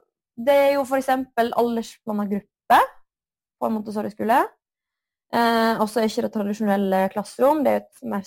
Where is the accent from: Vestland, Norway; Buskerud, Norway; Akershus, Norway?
Vestland, Norway; Gaupne; moved away as an adult; now in Bergen, Norway; Jeg kommer fra Gaupne. Og bor i Bergen. Jeg flyttet til Bergen rett etter videregående.